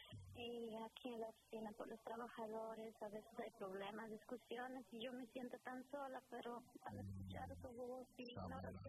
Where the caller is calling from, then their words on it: Orange, New Jersey, United States; Yo llamo de New Jersey.